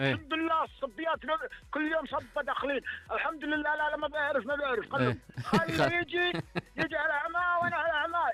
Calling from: Dammam, Eastern Province, Saudi Arabia; من الدمام أنا.

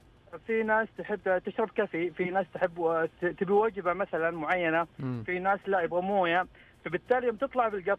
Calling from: Jazan, Jazan Province, Saudi Arabia; من جازان.

